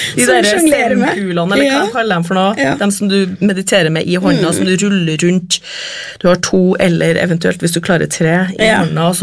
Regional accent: Trondheim, Trøndelag, Norway; når jeg vokste opp I Trondheim

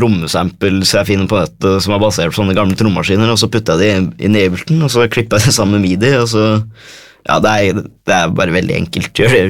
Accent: Oslo, Norway; accent: broad Oslo dialect; Nei, jeg gikk fra Østfold, jeg er fra Oslo.

